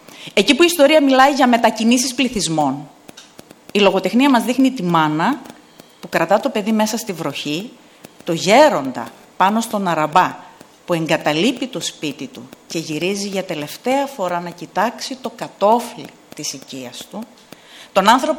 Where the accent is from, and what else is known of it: Eastern Macedonia and Thrace, Greece; born there